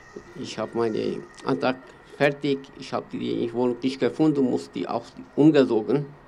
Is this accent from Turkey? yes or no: yes; Turkey; German is a second language; moved away as an adult; now in Tübingen, Germany; Meine Heimat ist sehr schwierig für die Leben und für die immer die Politik und auch sehr schwierig für die Kurden. Ich komme aus der Türkei.